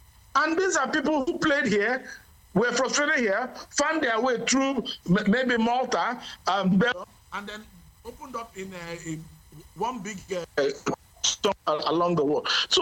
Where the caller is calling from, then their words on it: Asaba, Delta, Nigeria; Actually, I'm reaching you from Asaba right now.